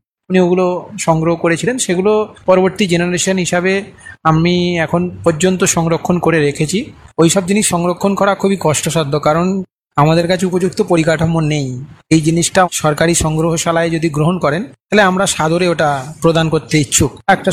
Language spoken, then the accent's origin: Bangla; Tajpur, West Bengal, India; আমাদের তাজপুর গ্রামেই অবস্থিত।